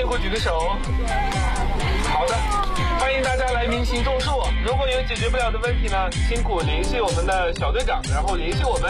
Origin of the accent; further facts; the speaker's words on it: Minqin, Gansu, China; moved away; 风把沙子刮得和墙一样高了，羊就可以顺着沙子走到这个房上。我就觉得我们家乡太难了，我现在还年轻，